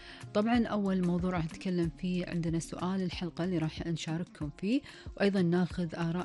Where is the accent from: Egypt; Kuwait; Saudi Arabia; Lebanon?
Kuwait; وأيضا فقرتنا الثانية فقرة أخبار الديرة وآخر المستجدات في ديرتنا الحبيبة الكويت.